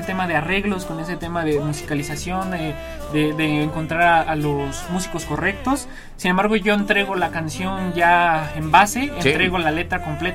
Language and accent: Spanish; State of Mexico, Mexico; yo soy del Estado de México, aunque pues tengo familia regia, que por eso precisamente quiero pensar que en la sangre se siente lo del regional mexicano, ¿no? lo del norte.